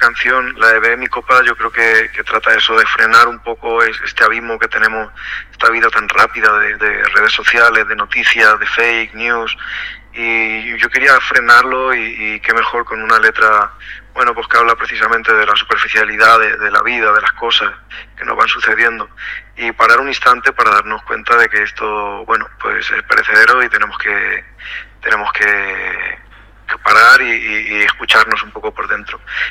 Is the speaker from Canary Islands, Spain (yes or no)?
no; Málaga, Andalusia, Spain; now in Madrid, Spain; en honor a mis abuelos, a mi pueblo, en Málaga.